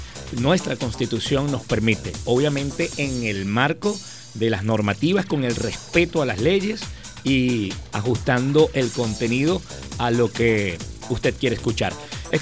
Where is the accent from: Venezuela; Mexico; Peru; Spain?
Venezuela; como venezolanos y como gracitanos